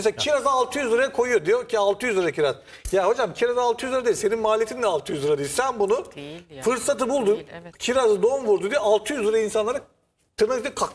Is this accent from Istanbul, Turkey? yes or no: no; Niğde, Turkey; Mesela bak ben Niğdeliyim.